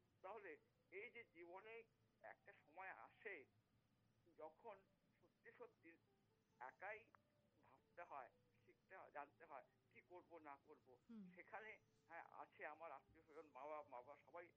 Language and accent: Bangla; Rourkela, Odisha, India; born there; moved away as an adult; also born or lived in Krishnanagar; আমারও সেখানে লেখাপড়া সব কিছু, 26টা বছর আমি উড়িষ্যা লালকালায় ছিলাম, এখানে আসতাম, কিন্তু ওখানেই আমার সবকিছু।